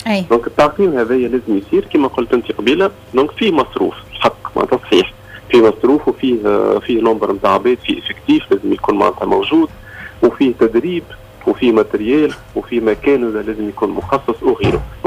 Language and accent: Arabic; Tunisia; عندنا في تونس